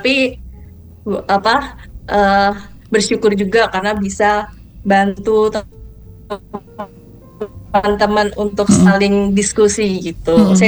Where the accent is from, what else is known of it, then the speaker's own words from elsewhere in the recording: Purworejo, Central Java, Indonesia; moved away as an adult; now in Banjarmasin, Indonesia; Kalau asli banget itu sebenarnya saya dari Purworejo, Jawa Tengah.